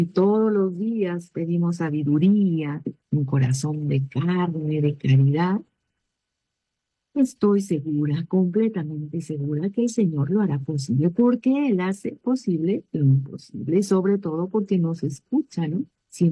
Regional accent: Peru; Como hijo de Dios y como peruano

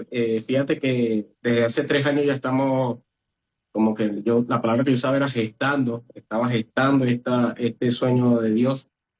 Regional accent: Venezuela; moved away as an adult; now in Magdalena del Mar, Peru; Como dice mi esposa, somos venezolanos, migramos, nos tocó migrar acá al Perú

